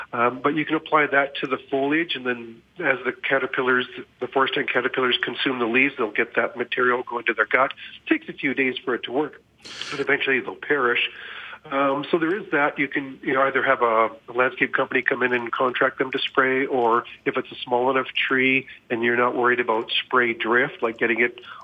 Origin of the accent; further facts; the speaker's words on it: Edmonton, Alberta, Canada; When I was a little kid growing up in Edmonton, as it were, don't hate me.